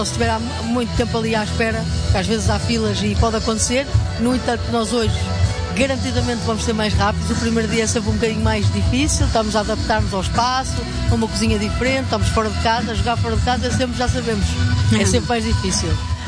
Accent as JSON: {"language": "Portuguese", "region": "Norte", "country": "Portugal", "said": "eu sou do Norte"}